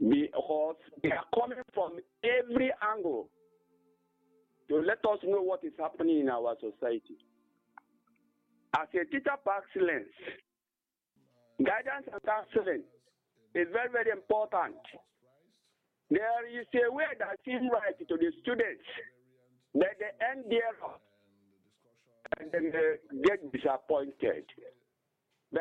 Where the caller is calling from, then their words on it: Isoko, Ebonyi, Nigeria; I'm calling from Isoko, my name, Ebonyi State.